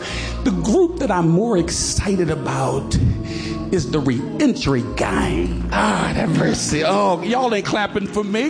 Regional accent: Baltimore, Maryland, United States; I grew up in Cherry Hill, 2703 Spelman Road.

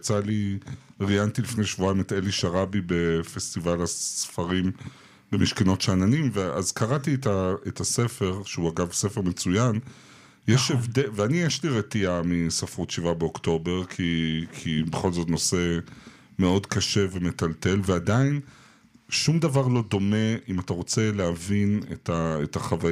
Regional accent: Ramat Gan, Tel Aviv District, Israel; אני רמת גני

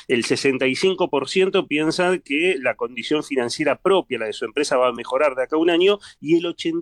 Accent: Argentina; y también fíjate cómo somos los argentinos

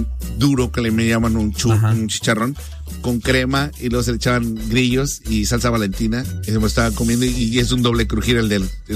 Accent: Cuchillo Parado, Chihuahua, Mexico; Los de Chihuahua. Pues, ¿cómo pis, jodido, mi primo? Si yo soy de Cuchillo Parado.

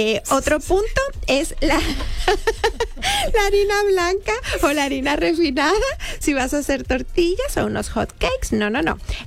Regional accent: northern Mexico, Mexico; yo como buena norteña, esas tortillas de harina, ¿verdad?

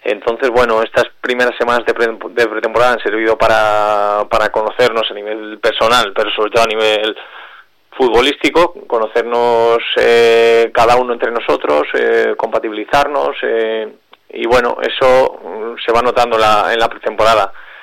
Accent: Logroño, La Rioja, Spain; moved away as an adult; Llegaba de nuevo también, porque yo salí de Logroño a los 18.

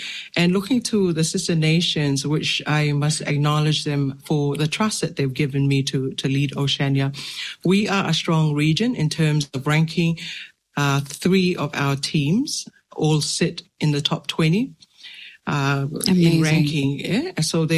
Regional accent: Tonga; now in Unknown; as a young Tongan girl growing up in Tonga and now a mum, that doesn't leave me

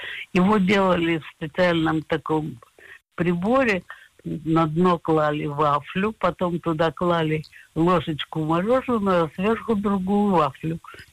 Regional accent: Kharkiv, Kharkiv Oblast, Ukraine; moved away; я родилась в Харькове и прожила там всю свою молодость, не считая эвакуации. Я там училась, я вышла замуж там. Я очень хорошо знала Харьков, особенно центр, где я жила.

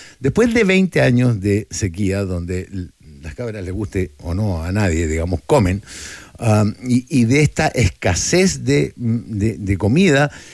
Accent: Vallenar, Atacama, Chile; born there; now in Santiago, Chile; Yo soy nacido en Vallenar, mi familia es de Copiapó

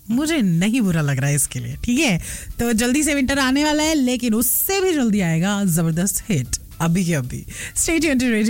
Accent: Indore, Madhya Pradesh, India; moved away; everybody here in the office when I tell them कि मैं इंदौर से हूँ, इंदौर

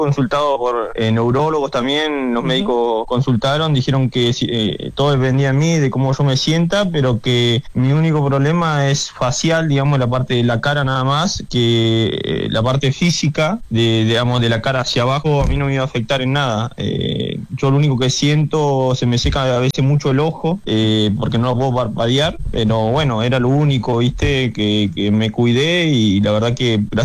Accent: Neuquén, Argentina; Sí, la verdad que soy de Neuquén, pero se me ha pegado un poquito la tonada. Es difícil todo el día escuchando a los cordobeses que no se te pegue un poco.

